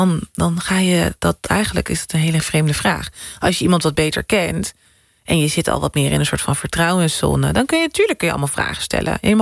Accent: Haarlem, North Holland, Netherlands; also born or lived in Amsterdam; ik kom uit Amsterdam. Dan zeggen mensen, maar waar kom je echt vandaan? Mm-hmm. En dan zeg ik, kom uit Haarlem.

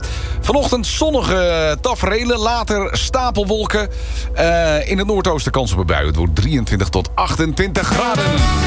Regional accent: Friesland, Netherlands; We hebben bij ons in Friesland begint dit weekend het scootjesielen.

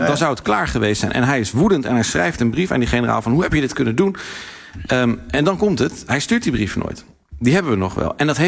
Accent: Netherlands; Maar ik stel voor dat wij collectief als Nederlanders eerst even naar onszelf terug.

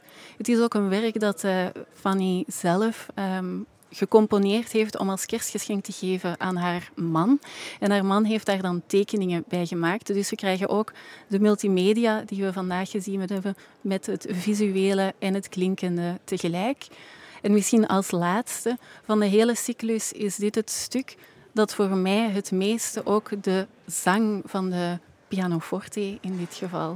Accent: Antwerp, Flanders, Belgium; Ik kom natuurlijk uit Antwerpen

